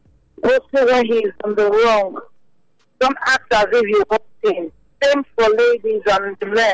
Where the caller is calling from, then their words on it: Benin City, Edo, Nigeria; I'm calling from Benin.